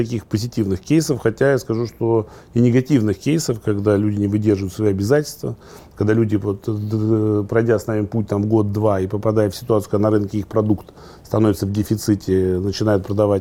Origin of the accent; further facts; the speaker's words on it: Oryol, Oryol Oblast, Russia; Это в Орле, да. И уже такой бизнес мы построили там